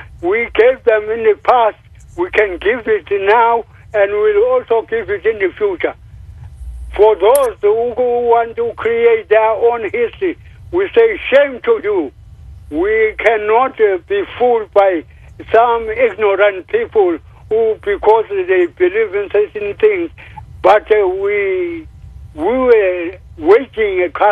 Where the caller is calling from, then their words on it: South Africa; I'm from South Africa, the country that I fought for.